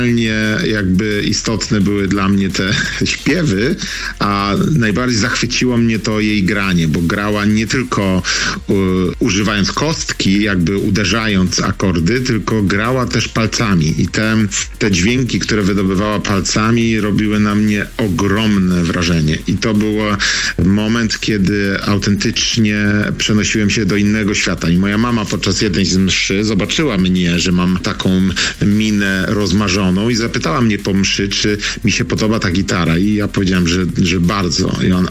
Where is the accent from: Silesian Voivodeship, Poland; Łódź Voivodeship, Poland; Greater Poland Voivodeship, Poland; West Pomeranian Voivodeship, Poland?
Greater Poland Voivodeship, Poland; Strzałkowo; moved away as an adult; pochodzę ze Strzałkowa, tam się wychowałem, tam spędziłem wiele lat. Mojego życia, na samym początku mojego życia, od urodzenia do okresu studiów.